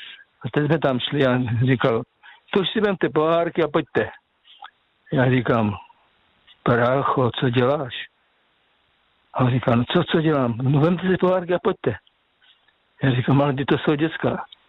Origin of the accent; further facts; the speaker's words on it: Slovakia; moje stařenka z Jižní, jako já pocházím ze Slovenska, tam se říká stařenka, ne babička.